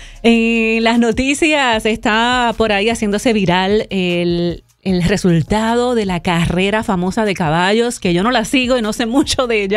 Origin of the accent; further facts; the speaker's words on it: Puerto Rico; me ha interesado porque soy de Puerto Rico y me enteré que el ganador de esta carrera es puertorriqueño